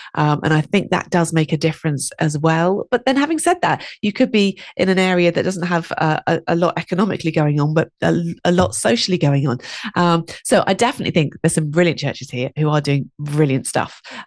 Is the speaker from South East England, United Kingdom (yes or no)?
yes; South East England, United Kingdom; Okay, I've done a little search for my hometown, which is the place I was brought up in, the place I moved away from, and the place that I move back to. It's in the district of Sevenoaks in Kent.